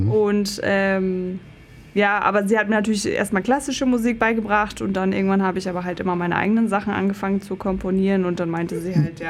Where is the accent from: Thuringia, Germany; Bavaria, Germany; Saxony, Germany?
Bavaria, Germany; also born or lived in United States / Spain / South America / Israel; now in Berlin, Germany; Nee, ich bin aus Bayern.